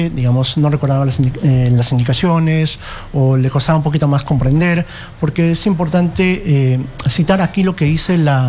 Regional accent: Peru

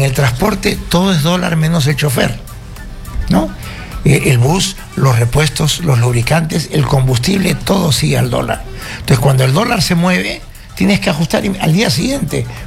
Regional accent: Peru; Como peruanos, ¿por quién debemos votar?

